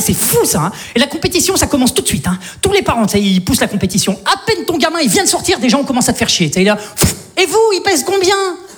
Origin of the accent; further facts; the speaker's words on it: Saint-Etienne, Auvergne-Rhône-Alpes, France; Tu vois, moi, je viens de Saint-Etienne. Tu vois. Globalement, chez nous, t'as faim, tu prends une arbalète, tu vas chasser, ça s'arrête là, quoi.